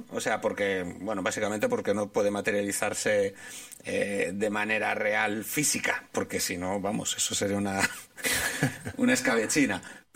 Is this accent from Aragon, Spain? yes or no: no; Galicia, Spain; que yo la primera vez que vi a una geisha montándoselo con un pulpo, yo como gallego, imagínate cómo me quedé, ¿no?